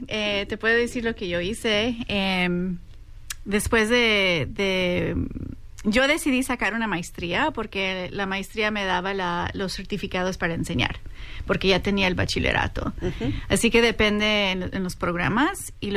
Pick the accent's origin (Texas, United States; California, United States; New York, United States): Texas, United States; Yo soy de Texas.